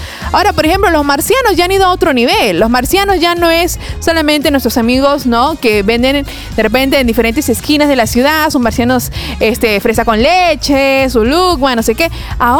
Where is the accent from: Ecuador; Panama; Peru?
Peru; nos caracteriza como peruanos